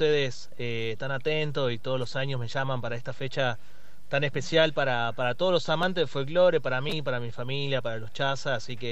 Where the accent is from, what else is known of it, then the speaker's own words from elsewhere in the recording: Tucumán, Argentina; nacimos en la provincia de Tucumán, orgulloso también de ser tucumano, obviamente. Pero tenemos la sangre más santiagueña